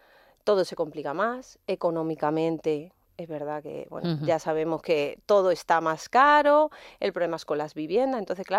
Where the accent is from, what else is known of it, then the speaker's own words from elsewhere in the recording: Spain; somos los españoles